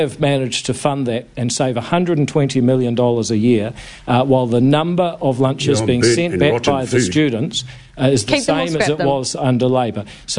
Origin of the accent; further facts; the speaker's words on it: New Zealand; One of the things I'm proudest of as a New Zealander is the fact that our country has forensically gone through its history